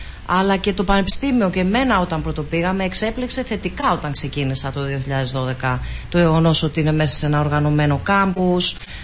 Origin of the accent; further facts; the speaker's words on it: Patras, Western Greece, Greece; now in Serres, Greece; εγώ είμαι από Πάτρα